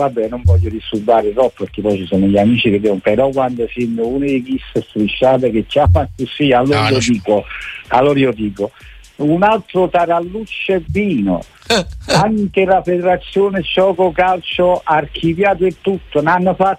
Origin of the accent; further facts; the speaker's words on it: Naples, Campania, Italy; io sono napoletano